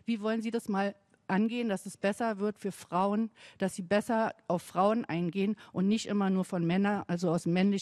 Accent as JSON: {"language": "German", "region": "Berlin", "country": "Germany", "said": "Gestern habe ich erfahren, dass bei mir an der Osloer Straße, ich bin aus dem Wedding, ein Park, Drogenpark hieß oder so im Internet."}